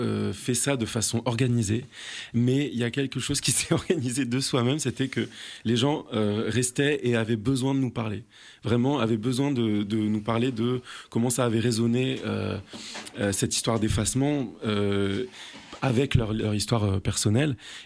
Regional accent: Dourdan, Île-de-France, France; Oui, c'est ça. C'est là d'où je viens, à la base.

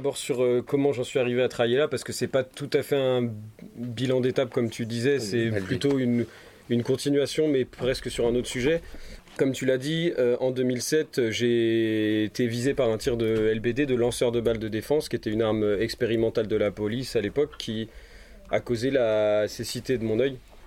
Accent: Nantes, Pays de la Loire, France; Parce que je suis nantais.

